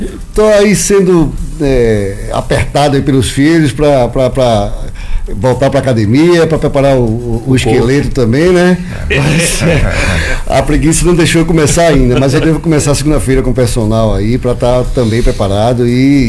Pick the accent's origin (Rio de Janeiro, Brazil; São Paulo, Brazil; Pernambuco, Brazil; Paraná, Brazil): Pernambuco, Brazil; now in Salvador, Brazil; eu sou pernambucano, já estou aqui há quase 30 anos, né?